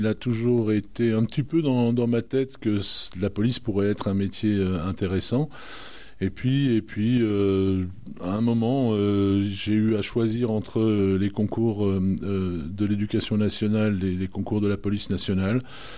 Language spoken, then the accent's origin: French; Rouen, Normandy, France; moved away as an adult; also born or lived in Lorraine; À l'origine, je suis lorrain, mais effectivement, je suis tout petit, je suis arrivé à Rouen, où je suis resté jusqu'à mes 35 ans.